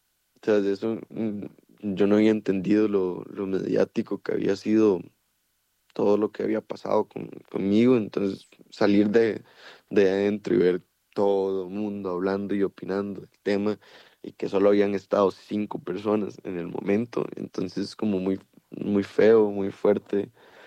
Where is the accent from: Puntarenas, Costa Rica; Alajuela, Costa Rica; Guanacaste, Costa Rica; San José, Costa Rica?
San José, Costa Rica; Pérez Zeledón; moved away as an adult; now in Heredia, Costa Rica; O sea, bueno, yo soy de Pérez Zeledón, vivo aquí en Heredia hace relativamente poco, o sea, entré en 2022 a la universidad